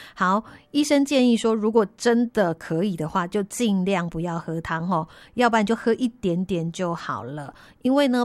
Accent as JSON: {"language": "Chinese", "country": "Taiwan", "said": "我们台湾人"}